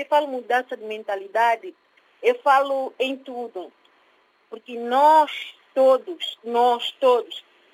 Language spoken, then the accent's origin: Portuguese; São Tomé & Príncipe; now in Portugal; a Agostinho Neto, que é uma roça que eu conheço, onde eu cresci, onde eu vivi.